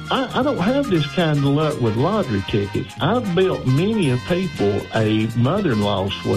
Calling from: Sylvania, Alabama, United States; Northeast Alabama, around over in Sylvania, just right down the road.

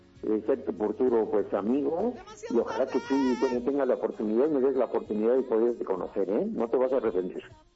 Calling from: Puebla, Mexico; Gabriel Escamilla, que es mi paisano, yo soy de Puebla.

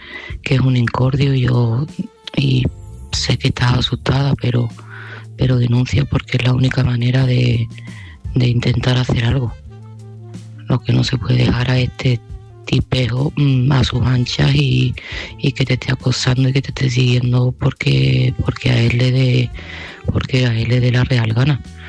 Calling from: Seville, Andalusia, Spain; de Sevilla y este mensaje va para Ángeles.

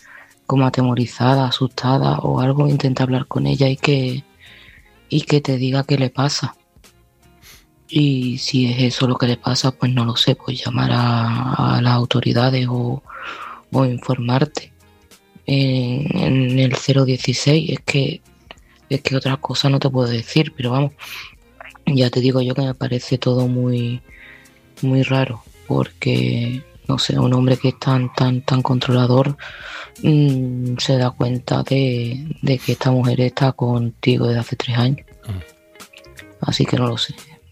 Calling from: Seville, Andalusia, Spain; de Sevilla y este mensaje va para Sergio.

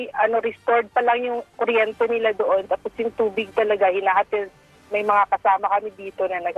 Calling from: Alabel, Soccsksargen, Philippines; dito sa amin sa Alabel

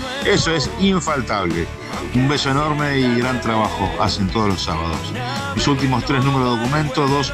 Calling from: San Miguel, Buenos Aires Province, Argentina; de San Miguel.

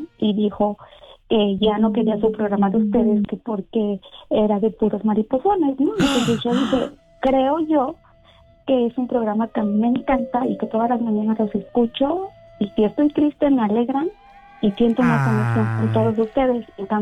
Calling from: Hidalgo, Mexico; De acá, de Hidalgo.

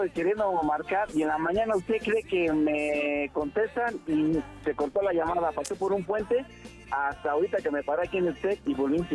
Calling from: Mexico City, Mexico; Aquí en Santa Fe, aquí en el Tec de Monterrey.

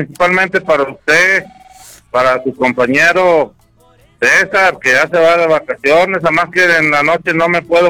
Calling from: Calera, Zacatecas, Mexico; soy el … de Calera.

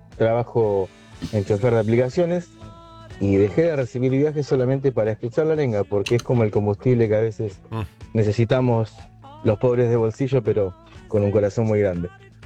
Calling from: Rafael Castillo, Buenos Aires Province, Argentina; Soy de acá, de Rafael Castillo.

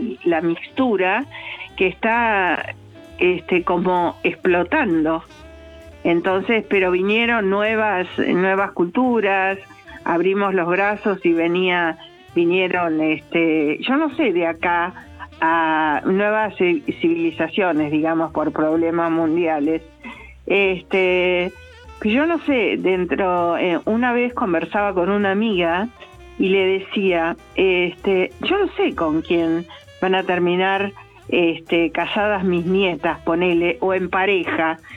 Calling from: Acassuso, Buenos Aires Province, Argentina; de Acasuso.

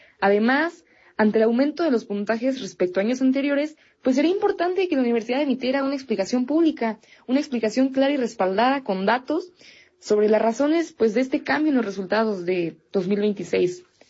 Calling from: Guadalajara, Jalisco, Mexico; soy de Guadalajara, Jalisco.

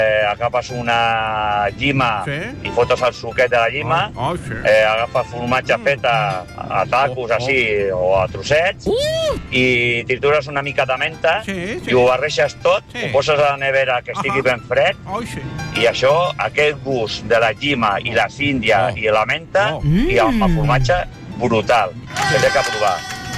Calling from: Vidreres, Catalonia, Spain; de Vidreres.

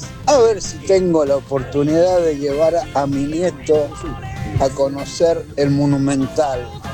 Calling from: Buenos Aires, Argentina; taxista de Buenos Aires.

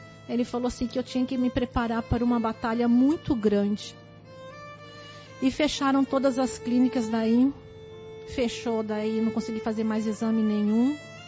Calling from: Joinville, Santa Catarina, Brazil; eu sou de Joinville, Santa Catarina.

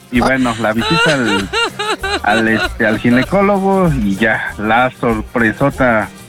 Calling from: Toluca, State of Mexico, Mexico

